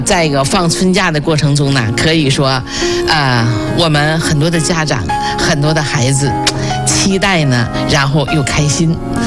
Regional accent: Liaoning, China; 作为我们辽宁人来讲

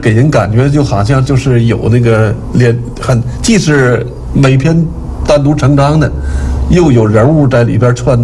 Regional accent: Jinzhou, Liaoning, China; 写我家乡的人，写咱锦州人

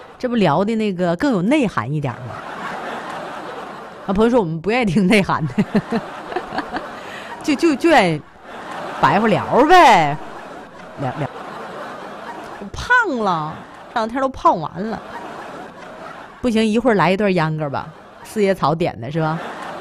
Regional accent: Qingyang, Gansu, China; moved away; 我人生当中收到的第一束百合花就是在我的老家，在西峰

